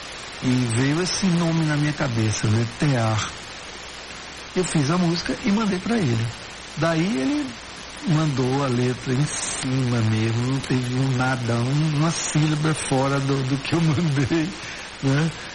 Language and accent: Portuguese; Northeast Region, Brazil; accent: nordestino; E você vê a fala nordestina, né? Nosso sotaque é muito musical.